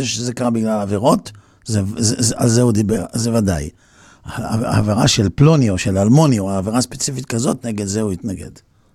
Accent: Netanya, Central District, Israel; אני גדלתי בנתניה שהייתה בירת הכדורגל וכולנו שיחקנו כדורגל שהיינו ילדים.

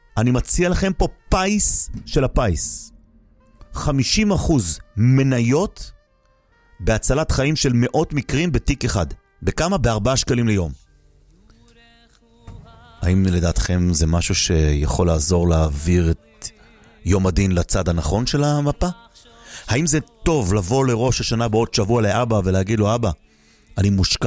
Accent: Jerusalem, Jerusalem District, Israel; אלי ביר, חבר ילדות שלי, גדלנו יחד בבית וגן בירושלים, חברים ממש קרובים עד היום

